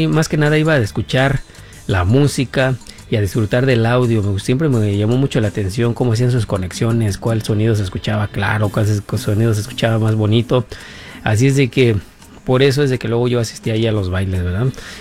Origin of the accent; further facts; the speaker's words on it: Mexico City, Mexico; Allá, bueno, yo soy de la Ciudad de México. Y allá en los noventas había veces que los bailes, las pachanguanas buenas se hacían en la calle, las posadas y todo eso.